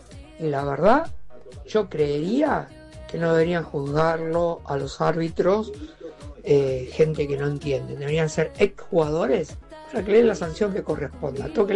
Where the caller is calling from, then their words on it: Buenos Aires, Argentina; soy de Parque Patricio